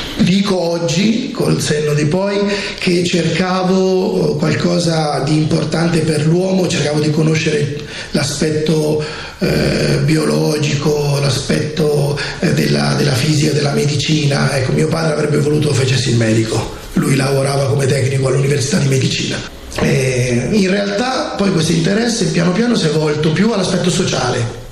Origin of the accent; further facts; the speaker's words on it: Ancona, Marche, Italy; also born or lived in Jesi; now in Gubbio, Italy; da una famiglia del centro Marche, la zona dello Jesino per intenderci, sono nato a Jesi, in realtà però sono cresciuto ad Ancona, quindi mi considero anconetano